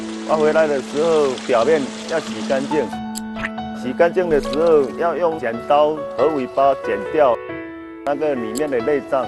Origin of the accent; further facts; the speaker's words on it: Anhai, Fujian, China; 土笋冻其实也叫土生蛋，是我们闽南这边特色小吃。传说以前在古代郑成功的时候，他来到我们安海，当时在这边操兵。